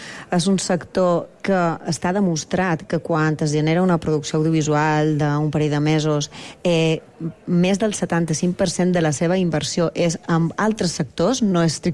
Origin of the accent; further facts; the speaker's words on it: Balearic Islands, Spain; Som de Balears